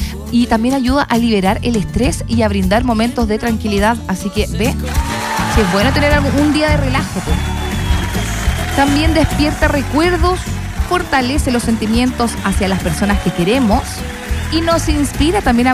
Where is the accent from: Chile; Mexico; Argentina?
Chile; de verdad que no hay pan como el chileno.